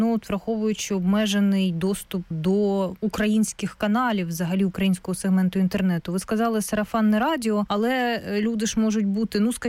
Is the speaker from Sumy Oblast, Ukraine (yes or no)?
no; Luhansk Oblast, Ukraine; Але деякі, ну, от я сама з Луганщини, і за деякими стежу